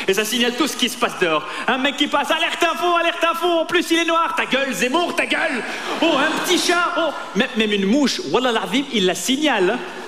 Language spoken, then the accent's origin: French; Tunisia; now in France; moi, je viens de Tunisie, dans une famille d'alcooliques psychotiques, dans un contexte répressif et dictatorial.